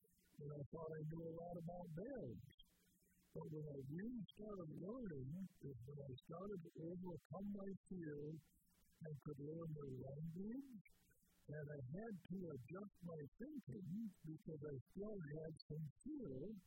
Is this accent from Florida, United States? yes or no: yes; Florida, United States; I grew up in Florida